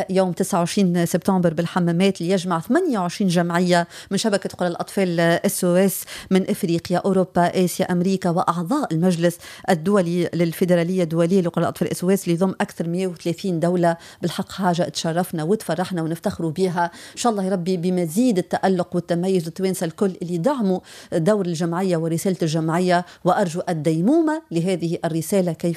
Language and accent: Arabic; Tunisia; بصفتي تونسية